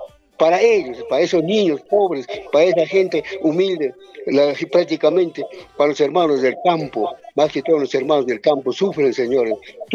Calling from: Peru; Somos de convicción, porque somos peruanos

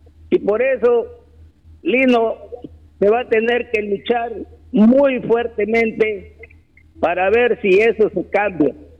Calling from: Chiclayo, Lambayeque, Peru; yo vivo en Chiclayo, mi trabajo es en Chiclayo, bueno, y de vez en cuando yo voy a Olmos porque ahí tengo mi familia, tengo mis hermanos, casi la mayoría de familiares están ahí en Olmos.

